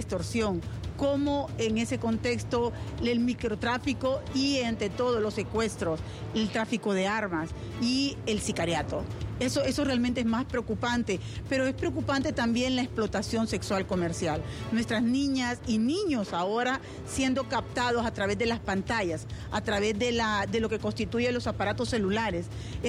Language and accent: Spanish; Honduras; Somos seres humanos, somos hondureños